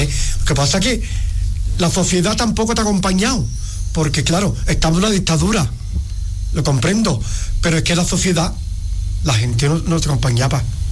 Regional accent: Arcos de la Frontera, Andalusia, Spain; moved away as an adult; also born or lived in Basque Country; cuando me jubilé, pues me vine a mi tierra, a Arco de la Frontera, pues yo nací aquí. Que me fui con 25 años.

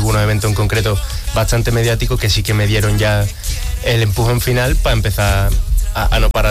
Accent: Mairena del Aljarafe, Andalusia, Spain; domingo 28 de junio de este mes canto aquí en Mairena de las Jarafes, en mi pueblo.

